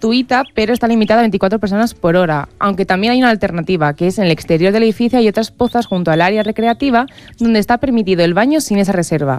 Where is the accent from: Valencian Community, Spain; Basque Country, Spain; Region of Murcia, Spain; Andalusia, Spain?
Andalusia, Spain; Y terminamos nuestro viaje en mi tierra, en Andalucía